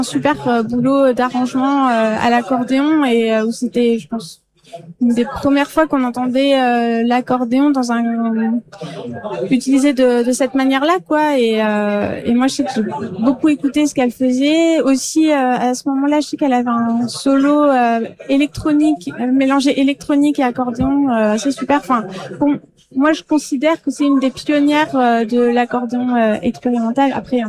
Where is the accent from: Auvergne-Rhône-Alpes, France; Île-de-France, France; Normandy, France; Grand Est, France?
Grand Est, France; Scy-Chazelles; je suis de Metz, enfin de Sichazel, plus exactement.